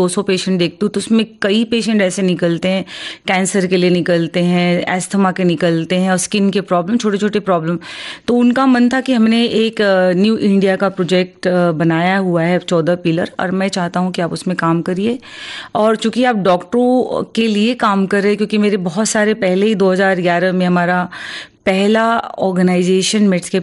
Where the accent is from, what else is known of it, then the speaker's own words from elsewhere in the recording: Uttar Pradesh, India; क्योंकि हम उत्तर प्रदेश से हैं